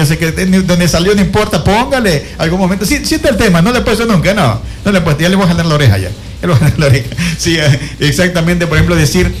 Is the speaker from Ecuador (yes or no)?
yes; Ecuador; nosotros sí somos ecuatorianos